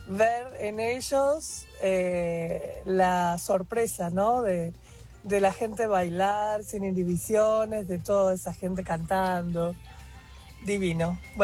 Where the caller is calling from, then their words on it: Buenos Aires, Argentina; Soy de Buenos Aires